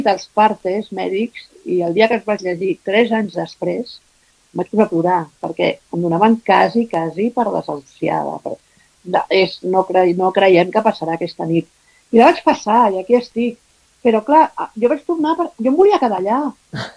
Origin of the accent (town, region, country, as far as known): Barcelona, Catalonia, Spain